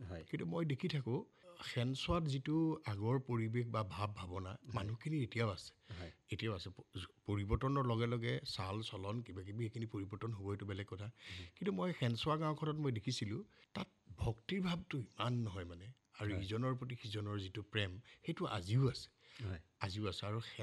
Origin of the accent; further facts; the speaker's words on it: Henchua, Assam, India; কিন্তু আমাৰ এই ঘৰখনেই হেনচুৱাই মোৰ শৈশৱৰ। আমাৰ তাতেই পৰিয়ালৰ প্ৰায়খিনি মানুহে তাতেই জন্ম হওঁ যদি নাথাকক, সেইকাৰণে হেনচুৱাখন মোৰ একেবাৰে জন্মস্থান আৰু।